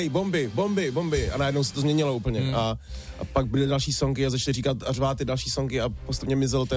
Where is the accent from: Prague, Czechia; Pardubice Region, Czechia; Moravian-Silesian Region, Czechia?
Prague, Czechia; also born or lived in Plzeň; narodil jsem se v Plzni, ale žiju v Praze drtivou většinu svého života.